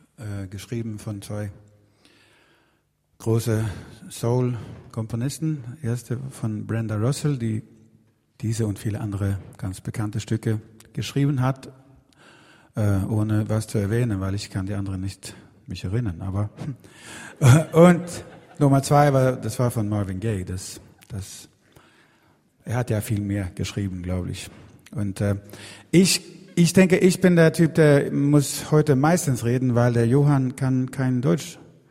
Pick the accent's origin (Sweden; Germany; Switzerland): Sweden; first language Swedish; German is a second language; Und, und auch eigentlich nicht in Schwedisch, weil mein Dialekt ist so scheiße, dass das kann niemand verstehen.